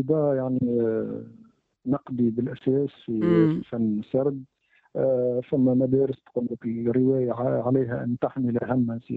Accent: Tunisia; نحن كشعب تونسي

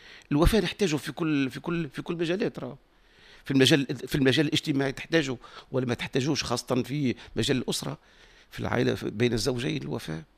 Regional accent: Tunisia; أنا كمواطن تونسي مسلم

